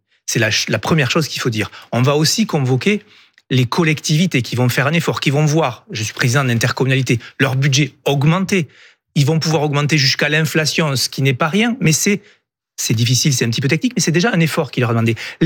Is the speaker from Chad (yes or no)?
no; Occitanie, France; chez moi, en Ariège